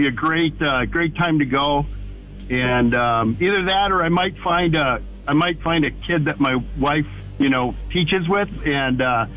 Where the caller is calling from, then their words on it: Oshkosh, Wisconsin, United States; Well, I live in Oshkosh. I work in Waupun.